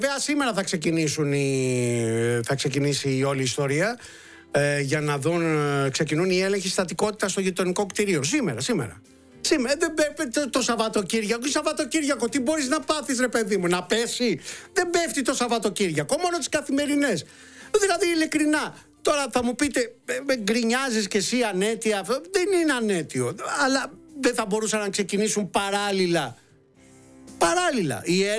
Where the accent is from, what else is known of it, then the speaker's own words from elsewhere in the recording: Peloponnese, Greece; moved away; στη Νεάπολη έχω χρόνια να κατέβω, και θέλω να το κάνω. Το τελευταίο μου ταξίδι που ήταν κάτω στην ιδιαίτερη πατρίδα μου, που ήταν, πότε ήταν, προς τα τέλη του 25, αρχές 26